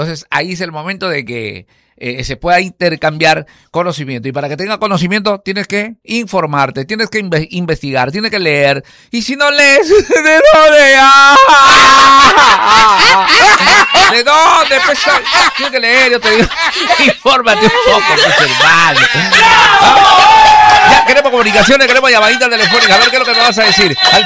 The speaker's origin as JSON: {"language": "Spanish", "country": "Peru", "tie": "born there", "said": "porque somos en el Perú, nacimos en el Perú, amamos al Perú"}